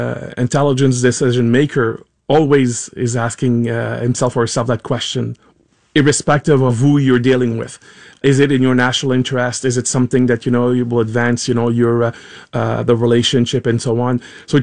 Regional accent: Canada; as a Canadian, I take offense when, you know, I see my prime minister

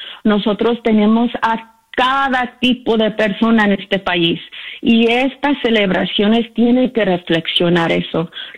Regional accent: Oxnard, California, United States; now in New York, United States; cuando yo estaba creciendo en Oxnard, California, ahorita vivo en Nueva York, pero cuando yo estaba creciendo en Oxnard, California

